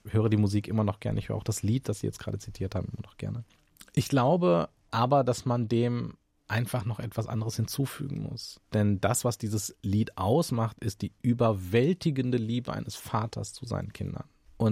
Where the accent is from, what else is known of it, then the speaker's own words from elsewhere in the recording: Germany; dass wir als Deutsche